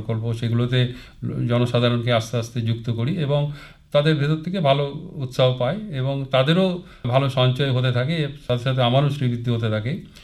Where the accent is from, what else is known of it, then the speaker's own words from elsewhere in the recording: Malda, West Bengal, India; also born or lived in Bolpur / Siliguri; আমার শৈশবের কিছুটা অংশ কেটেছে বীরভূম জেলায় বোলপুরের কাছাকাছি। তারপর প্রাথমিক শিক্ষাটা হয়েছে মালদাতে, স্কুল শিক্ষা হয়েছে মালদা রামকৃষ্ণ মিশনে